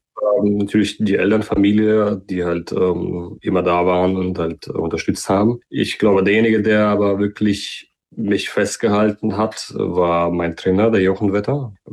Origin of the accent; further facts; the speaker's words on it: Kazakhstan; now in Germany; Und das war noch in Kasachstan, da wo ich auch herkomme, wo ich geboren bin.